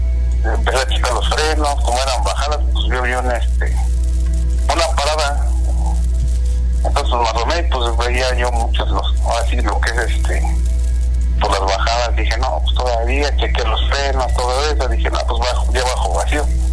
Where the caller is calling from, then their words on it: Querétaro, Mexico; De aquí, de todo, de Querétaro.